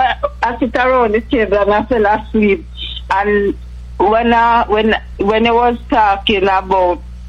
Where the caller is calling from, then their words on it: Jamaica; I'm calling from Jamaica.